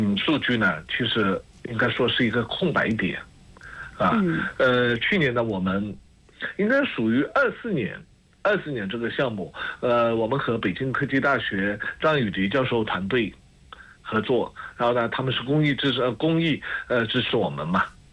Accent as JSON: {"language": "Chinese", "country": "China", "said": "因为我们中国人口的基数大嘛。"}